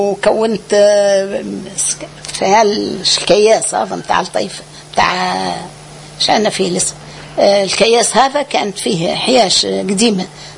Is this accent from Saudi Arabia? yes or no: no; Medenine, Tunisia; احنا كنا من الوادي التالي والمحله من الوادي القدام.